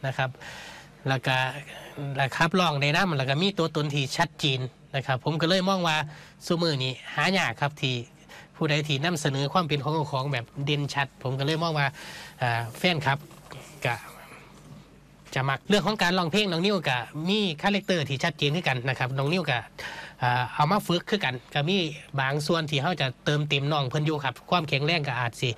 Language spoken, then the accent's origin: Thai; Isan, Thailand; ลูกหลานอีสานบ้านเฮา